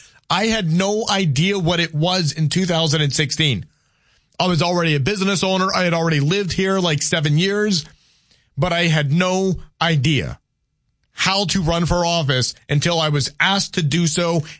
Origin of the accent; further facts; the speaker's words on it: Louisiana, United States; moved away as an adult; now in North Dakota, United States; I grew up in Louisiana